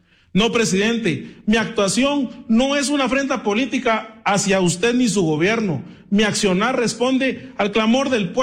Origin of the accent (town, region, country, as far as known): Guatemala